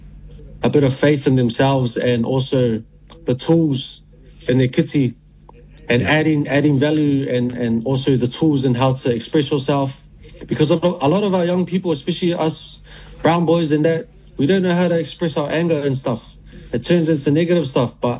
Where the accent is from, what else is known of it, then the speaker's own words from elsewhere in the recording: Grey Lynn, Auckland, New Zealand; So, born and raised in Grey Lynn. In my Niuean household, with my nana, my pop, my uncle, my other uncle, my mom, my dad, my cousin, my other cousin, the dog